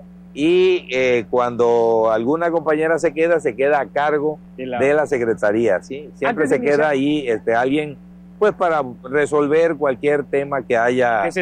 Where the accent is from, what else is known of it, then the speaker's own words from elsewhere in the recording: Jonuta, Tabasco, Mexico; Yo llegué de Jonuta, terminé la secundaria y me vine a Villahermosa junto con mi hermano a estudiar la preparatoria.